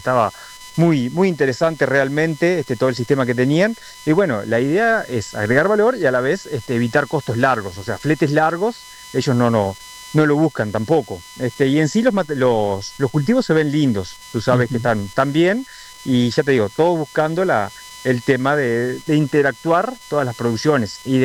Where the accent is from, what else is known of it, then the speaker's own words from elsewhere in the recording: Uruguay; Mira, esta gira es, venimos desde Uruguay y algunos productores argentinos, en total cerca de 35, andamos a la vuelta acá.